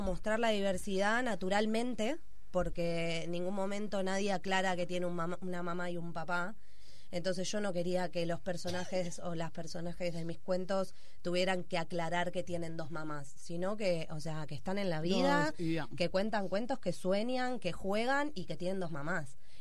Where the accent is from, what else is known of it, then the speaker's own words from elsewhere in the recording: Argentina; now in Spain; yo vengo de Argentina, claramente me escuchan y se dan cuenta, en Argentina nos saludamos con un beso y un abrazo muy sentido, ¿no? Y cuando yo me vine a vivir aquí